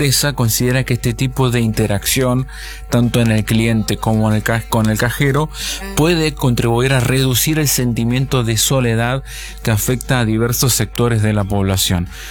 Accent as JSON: {"language": "Spanish", "region": "Buenos Aires Province", "country": "Argentina", "said": "Yo soy bonaerense"}